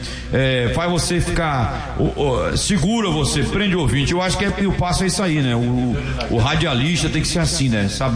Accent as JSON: {"language": "Portuguese", "town": "Jacobina", "region": "Bahia", "country": "Brazil", "moved": "as an adult", "said": "porque eu vim lá do Jacobina, aí o cara dizia, você veio de onde? Não, de Jacobina, você veio do Junco, é um povoado, um distrito lá perto de Jacobina, mas com muito orgulho."}